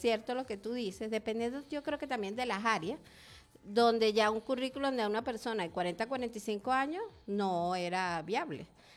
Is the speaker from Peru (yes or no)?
no; Venezuela